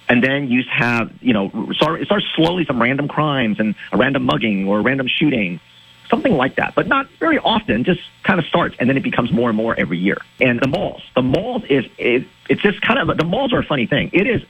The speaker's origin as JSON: {"language": "English", "region": "California", "country": "United States"}